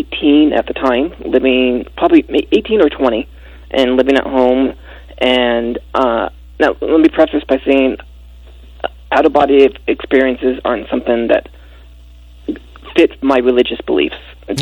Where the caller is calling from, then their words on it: Apple Valley, California, United States; Apple Valley, California.